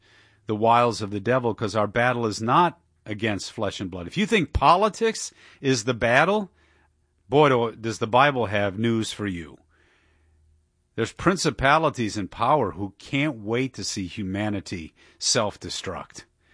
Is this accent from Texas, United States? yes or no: no; Dearborn, Michigan, United States; my hometown of Dearborn